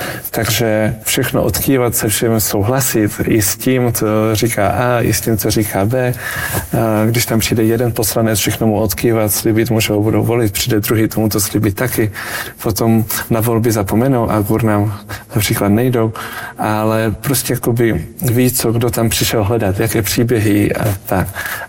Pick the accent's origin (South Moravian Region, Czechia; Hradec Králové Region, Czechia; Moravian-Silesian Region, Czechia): South Moravian Region, Czechia; Brno; Pocházím z Brna, narodil jsem se vlastně v křesťanské rodině a můj otec je pravoslavný kněz.